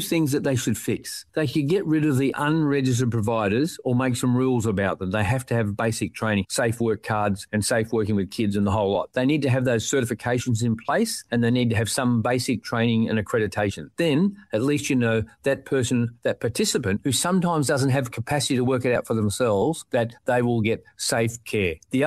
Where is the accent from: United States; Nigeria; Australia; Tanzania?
Australia; I'm Australian as they come